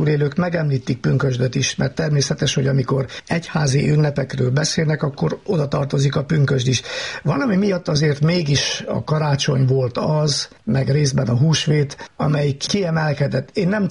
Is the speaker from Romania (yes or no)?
yes; Székely Land, Romania; also born or lived in Erdővidék; now in Kalotaszeg, Romania; Én alapállásban és eredetileg székelyföldi vagyok, és tudom, hogy ott hogy ülik meg a pünkösdöt.